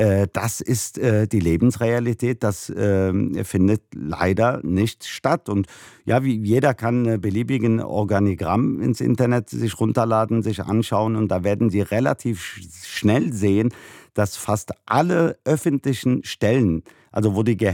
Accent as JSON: {"language": "German", "country": "Germany", "said": "egal wo ich auf der Welt bin, wenn ich gefragt werde, wo ich herkomme, sage ich immer, ich bin Deutscher."}